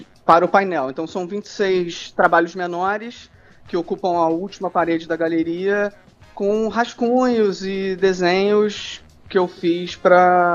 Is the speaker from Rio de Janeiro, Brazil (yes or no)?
yes; Rio de Janeiro, Brazil; Sou carioca da gema, mas com certas ressalvas, né? Não sou muito de praia, não sou muito de futebol, nem de samba, então, assim, mas nasci no Rio